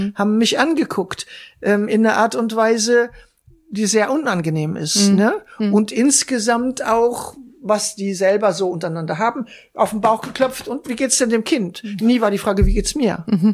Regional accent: Germany; moved away; Eindeutig Europäerin, viele haben auch getickt, ich bin eine Deutsche

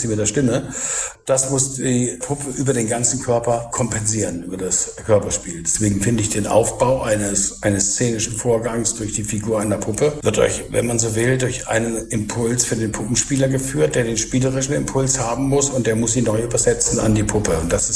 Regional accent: Thuringia, Germany; born there; now in Berlin, Germany; Jahrgang 57, geboren in Thüringen, Weining und lebe an sich in Berlin seit der Schauspielschule

